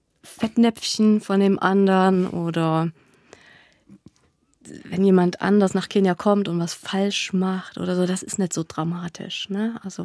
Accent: East Germany, Germany; Ich komme jetzt aus der DDR

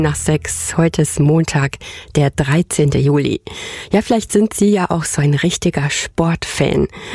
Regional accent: Hamburg, Germany; ich mal einen ganz lieben Gruß nach Hamburg, meine alte Heimat.

